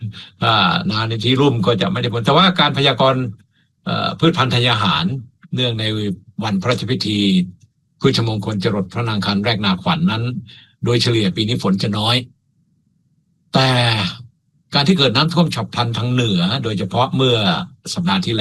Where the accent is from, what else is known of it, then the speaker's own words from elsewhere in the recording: Suphan Buri, Thailand; จังหวัดที่ผมเกิดและเติบโตสุพรรณบุรีก็ทำนากันเยอะนะครับ